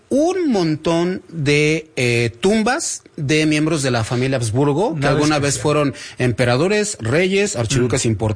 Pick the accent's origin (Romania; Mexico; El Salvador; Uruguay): Mexico; Ya sabes cómo somos los mexicanos, ¿no?